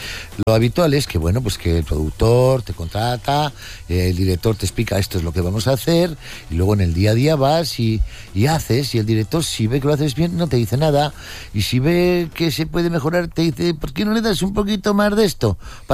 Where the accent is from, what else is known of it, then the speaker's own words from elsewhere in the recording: Vitoria-Gasteiz, Basque Country, Spain; yo solo gruño porque soy de Siberia-Gasteiz cuando hay olas de calor.